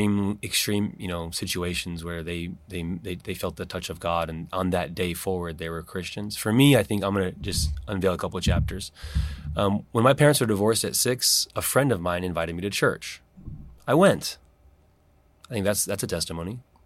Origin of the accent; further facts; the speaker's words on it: South Korea; English is a second language; I always would start off with … from South Korea.